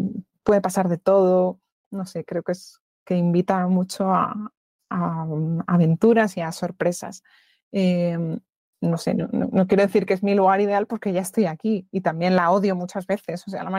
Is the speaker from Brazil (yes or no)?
no; Madrid, Community of Madrid, Spain; yo soy muy de Madrid, me encanta Madrid, también sacándole todas las pegas que tiene muchísimas, pero yo estoy muy a gusto en mi ciudad, me gusta mucho la historia de aquí